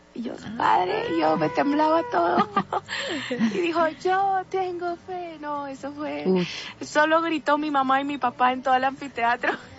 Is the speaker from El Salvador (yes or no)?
yes; El Salvador; Así es, soy salvadoreña y tengo 19 años